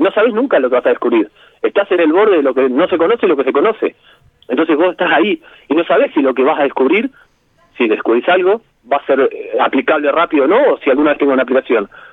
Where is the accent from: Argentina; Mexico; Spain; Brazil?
Argentina; Bahía Blanca, Buenos Aires Province; Tenemos un montón de cosas buenas, tanto en Bahía como en Argentina